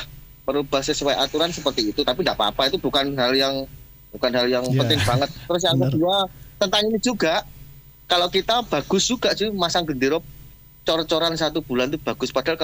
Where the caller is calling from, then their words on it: East Java, Indonesia; di desa kami, di Jamsaran dulu masih desa itu